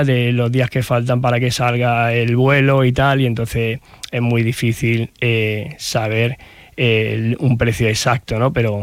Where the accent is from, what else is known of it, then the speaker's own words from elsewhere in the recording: Málaga, Andalusia, Spain; como es en mi caso, que soy muy malagueño y muy de aquí, de la playa